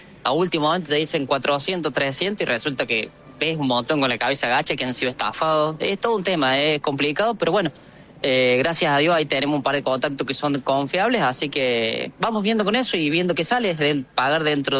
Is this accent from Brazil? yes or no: no; Villa del Rosario, Córdoba, Argentina; somos de Córdoba, Villa del Rosario.